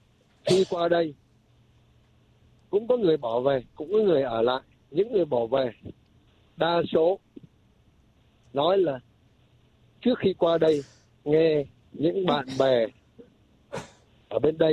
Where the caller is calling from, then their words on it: Garland, Texas, United States; Tôi ở Garland, Dallas đây